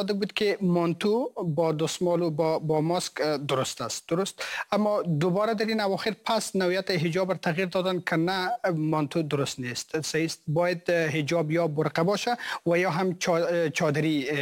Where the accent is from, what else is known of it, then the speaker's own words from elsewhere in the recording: Herat, Afghanistan; خودم شخصا که در هرات بزرگ شدم، من از هرات هستم،